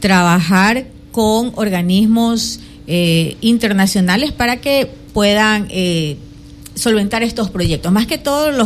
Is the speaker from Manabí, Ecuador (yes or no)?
no; Babahoyo, Los Ríos, Ecuador; Yo soy de Babahoyo